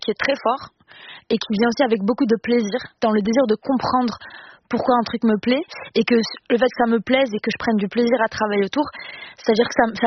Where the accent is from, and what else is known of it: Morocco